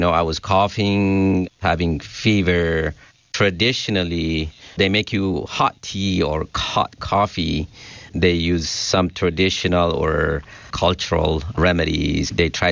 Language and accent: English; Sidama, Ethiopia; first language Sidama; English is a second language; in Sidaminya, which is my mother tongue language